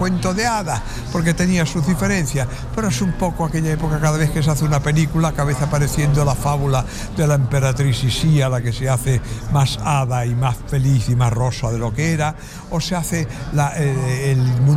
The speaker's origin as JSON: {"language": "Spanish", "country": "Spain", "said": "Yo soy español"}